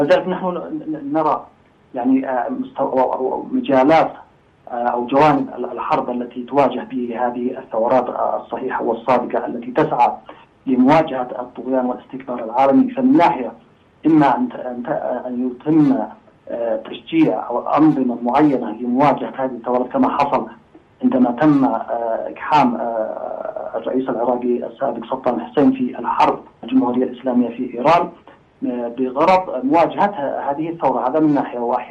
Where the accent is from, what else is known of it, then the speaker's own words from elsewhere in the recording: Yemen; عندنا في اليمن